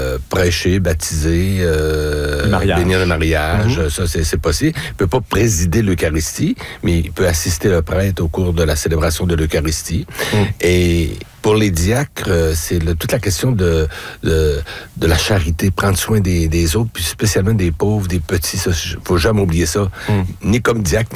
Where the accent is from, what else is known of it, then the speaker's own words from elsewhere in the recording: Saint-Thomas-Didyme, Quebec, Canada; J'étais ordonné dans mon village natal, Saint-Thomas-Didyme.